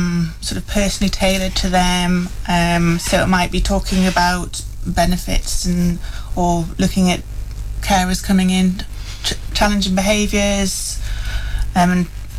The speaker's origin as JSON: {"language": "English", "region": "North East England", "country": "United Kingdom", "said": "I'm from the Northeast."}